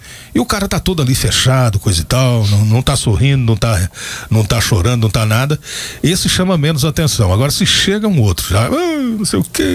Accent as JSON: {"language": "Portuguese", "region": "Rio de Janeiro", "country": "Brazil", "tie": "born there", "said": "você tem muito mais sotaque de carioca do que eu que nasci em Copacabana, no Rio de Janeiro."}